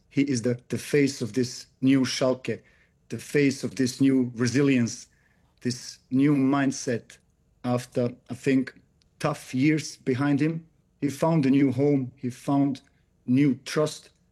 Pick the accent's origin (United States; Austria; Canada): Austria; English is a second language; also born or lived in Bosnia; now in Germany; I grew up in, I'm from Bosnia. You know, I grew up in Austria, but I'm from Bosnia.